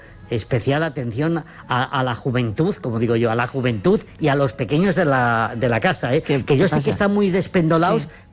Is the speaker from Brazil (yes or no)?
no; Zamora, Castile and León, Spain; como soy como soy de Zamora y soy muy chulo